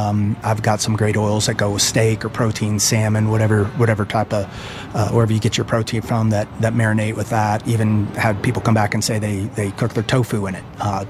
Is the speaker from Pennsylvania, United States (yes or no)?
no; Ohio, United States; born there; also born or lived in the South; now in Heber, United States; I'm from the Midwest originally, Ohio.